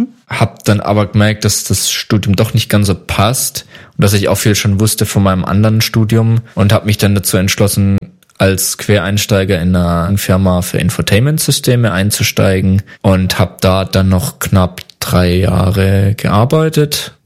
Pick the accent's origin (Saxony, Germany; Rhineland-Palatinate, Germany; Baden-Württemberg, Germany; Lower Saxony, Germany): Baden-Württemberg, Germany; moved away as an adult; also born or lived in Ecuador; now in Central Hesse, Germany; Genau, komme ursprünglich aus der Nähe von Pforzheim, da bin ich geboren und aufgewachsen und mittlerweile über verschiedene Stationen jetzt wohnhaft in Mittelhessen.